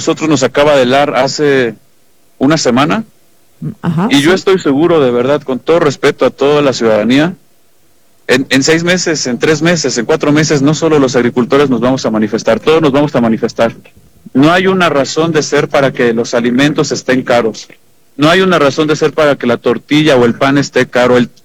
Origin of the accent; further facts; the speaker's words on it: Mexico; Todos somos mexicanos, todos somos afectados por la violencia.